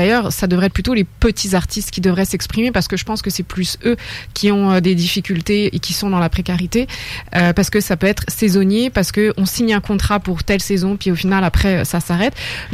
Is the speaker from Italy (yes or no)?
no; France; moved away; même si ça fait presque 10 ans que j'ai quitté la France, moi, j'ai mon opinion avec quand même ma vision de France, en tant que Française en tout cas.